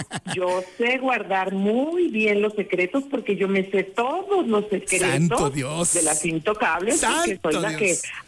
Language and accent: Spanish; Mazatlán, Sinaloa, Mexico; yo soy norteña, claro. Soy de Mazatlán